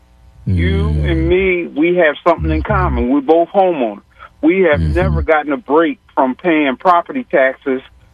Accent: Philadelphia, Pennsylvania, United States; I grew up in North Philly, you grew up in North Philly.

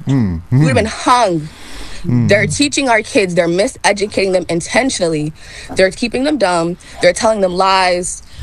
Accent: United States; we're American.

